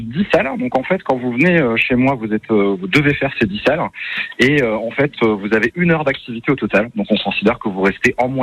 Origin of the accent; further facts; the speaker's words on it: Dijon, Bourgogne-Franche-Comté, France; Oui, je suis né à Dijon et j'ai grandi à Dijon, tout à fait.